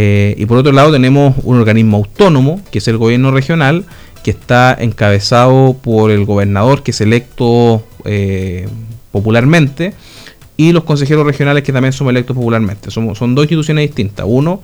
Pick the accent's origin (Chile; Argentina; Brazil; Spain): Chile; como chileno, ese sentido único de pertenencia a un territorio, a la nación